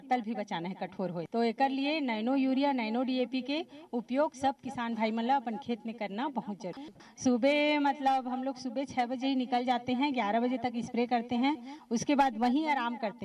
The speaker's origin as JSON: {"language": "Hindi", "region": "Chhattisgarh", "country": "India", "said": "मैं चंदखुरी फार्म के पास नकपुरा ग्राम है वहाँ के रहने वाली हूँ।"}